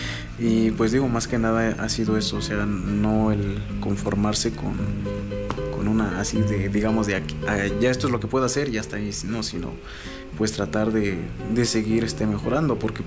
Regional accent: Mexico; doy gracias de ser de Santana, pertenecer a Santana

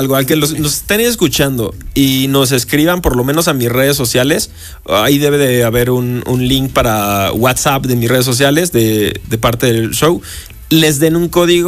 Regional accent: Mexico

